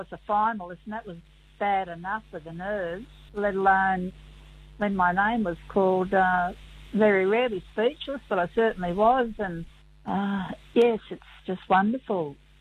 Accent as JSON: {"language": "English", "town": "Walgett", "region": "New South Wales", "country": "Australia", "tie": "born or raised there", "also_born_or_lived": "Collarenebri", "moved": "yes", "said": "I returned to my hometown, Walgett, Collarinnabri"}